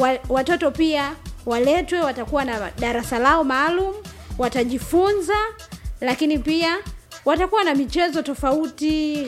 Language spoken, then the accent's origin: Swahili; Dar es Salaam, Tanzania; Nimetokea Dar es Salaam.